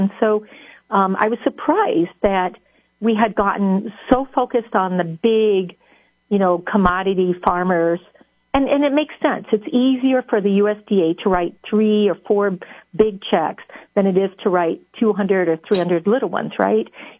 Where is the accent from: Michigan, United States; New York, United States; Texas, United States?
Michigan, United States; Allegan; Well, you know, I grew up in Allegan on a small dairy farm.